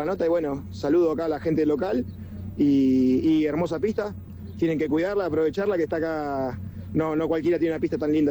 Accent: Otamendi, Buenos Aires, Argentina; Yo estoy acá cerquita, soy de Otamendi, así que dentro de todo cerquita

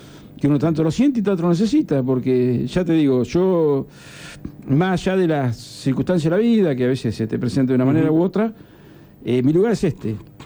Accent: Ayacucho, Buenos Aires Province, Argentina; moved away as an adult; now in Mar del Plata, Argentina; mi pueblo, que es donde me crié, donde nacido mis hijos.

